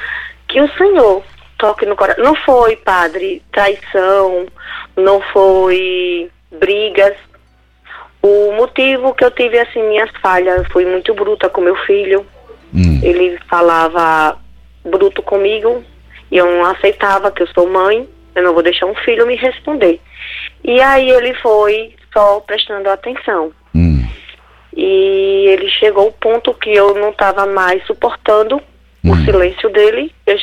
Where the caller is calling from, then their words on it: Itabaianinha, Sergipe, Brazil; Sou da cidade de Itabaianinha, Sergipe.